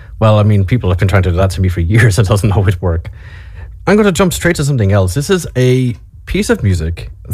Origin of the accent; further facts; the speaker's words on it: Waterford, Munster, Ireland; growing up in Waterford